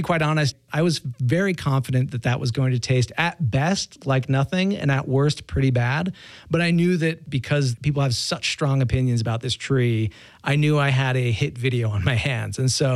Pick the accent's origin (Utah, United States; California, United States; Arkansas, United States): Utah, United States; I was raised quite religious. I'm from Utah. I was raised Mormon